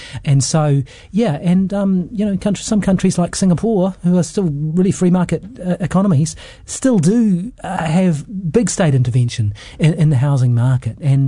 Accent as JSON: {"language": "English", "country": "New Zealand", "tie": "born or raised there", "said": "the house I grew up in Kashmir Hill"}